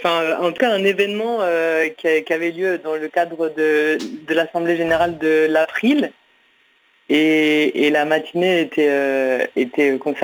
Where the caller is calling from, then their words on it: Île-de-France, France; J'appelle de chez moi, juste à côté de Paris, j'habite.